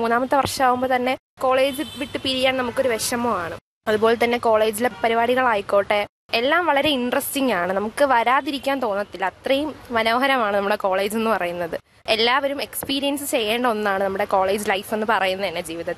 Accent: Thiruvananthapuram, Kerala, India; ഞാൻ തിരുവനന്തപുരം സ്വദേശിനിയാണ്.

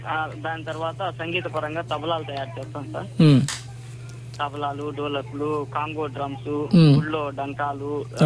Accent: Buchireddypalem, Andhra Pradesh, India; మాది బుచ్చిరెడ్డిపాలెం, నెల్లూరు జిల్లా.

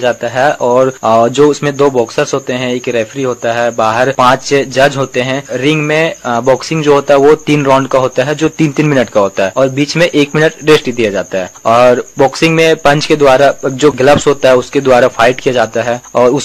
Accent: Hazaribagh, Jharkhand, India; मैं कटकमदार हजारीबाग के निवासी हूँ।

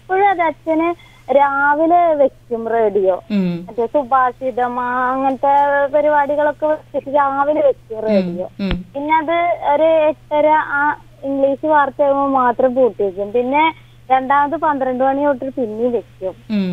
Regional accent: Pattambi, Kerala, India; moved away as an adult; now in Vandoor, India; എന്റെ വീട് എന്താ പട്ടാമ്പി കട്ടിൽമാടത്താണ്. അവിടെ അച്ഛണ്ട്, അമ്മ ഉണ്ട്, പിന്നെ ചേച്ചി ഉണ്ട്.

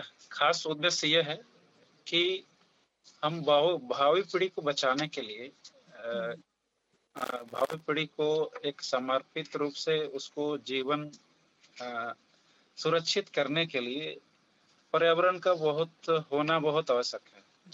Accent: Chakradharpur, Jharkhand, India; और मैं चक्रधरपुर का रहने वाला हूँ।

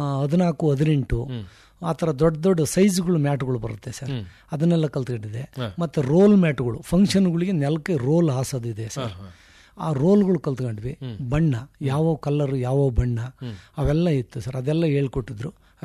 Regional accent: Arsikere, Hassan district, Karnataka, India; ನಮ್ಮ ಅರಸೀಕೆರೆ ಹಾಸನ್ ಸರೌಂಡಿಂಗರು ಜಾಸ್ತಿ ಸರ್, ಹಾಸನ್ ಜಿಲ್ಲೆಯವರು ಜಾಸ್ತಿ ಇದ್ವಿ.

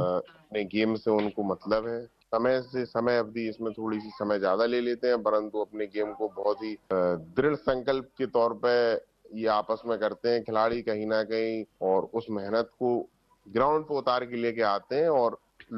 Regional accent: Jhansi, Uttar Pradesh, India; मैं झांसी का रहने वाला हूँ

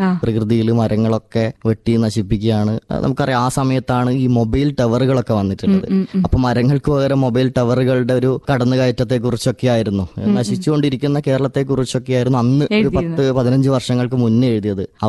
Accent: Mokeri, Kerala, India; എന്റെ വീട് കണ്ണൂർ ജില്ലയിലെ പാനൂരിനടുത്ത് മൊകേരിയാണ്.

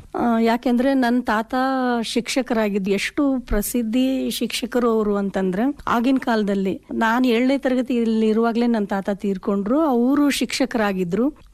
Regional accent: Malagana, Karnataka, India; born or raised there; also born or lived in Agasabal / Dawalagi area (family village)

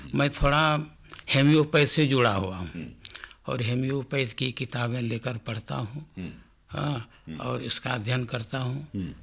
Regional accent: Banka district, Bihar, India; बाल्यकाल यहीं बीता।

